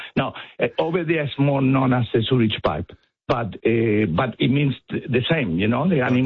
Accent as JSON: {"language": "English", "country": "Argentina", "accent": "Spanish", "second_language": "English", "said": "Now, I'm not sure whether you can notice I have a very strong Spanish accent. I come from South America, born in Argentina, been 48 years."}